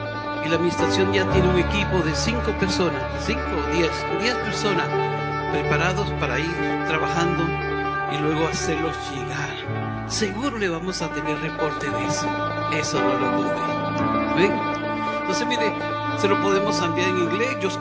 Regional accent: Venezuela; moved away; mi lindo país, Venezuela. Yo, como venezolano

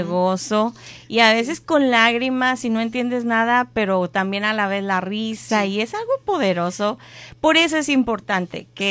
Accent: Mexico; la gente mexicana somos muy empáticas

